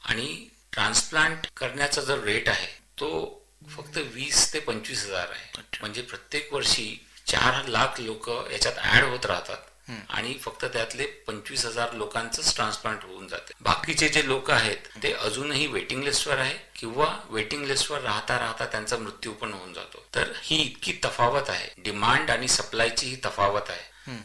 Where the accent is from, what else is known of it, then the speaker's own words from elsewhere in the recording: Amravati, Maharashtra, India; मी अमरावतीचा आहे